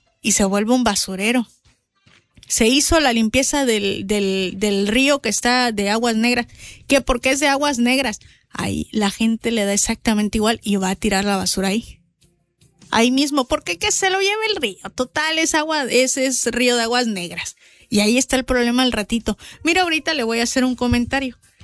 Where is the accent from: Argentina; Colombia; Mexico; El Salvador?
Mexico; Mapastepec, Chiapas; somos buenos mapanecos o somos muy buenos mexicanos